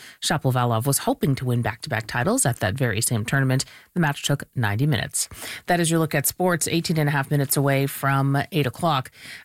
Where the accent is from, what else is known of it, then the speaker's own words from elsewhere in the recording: India; now in Canada; well, that's because I'm Indian and any Indian will tell you that.